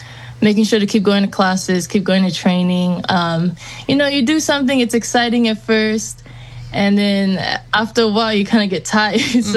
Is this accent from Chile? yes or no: no; New Zealand; moved away as an adult; I grew up in New Zealand.